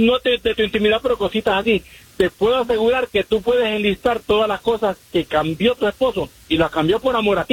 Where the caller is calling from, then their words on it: Chicago, Illinois, United States; Buenos días, Andreina, desde los Chicago, Illinois.